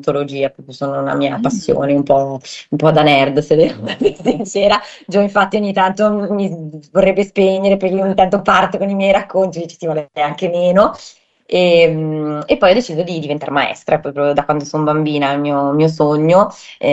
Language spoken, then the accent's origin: Italian; Genoa, Liguria, Italy; Allora, io sono nata e cresciuta a Genova da una famiglia in realtà origine molto mista, nel senso che per quanto io arrivi da una famiglia, sì, italiana, diciamo al 100%, però la mia famiglia arriva da diverse regioni, per cui dalla Campania, dalla Lombardia